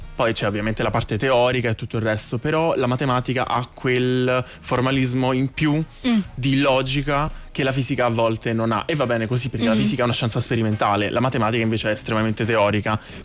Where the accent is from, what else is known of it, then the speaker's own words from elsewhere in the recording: Altamura, Apulia, Italy; moved away as an adult; now in Rome, Italy; io non sono proprio di Roma, io sono pugliese. Mi sono trasferito a Roma per l'università a 19 anni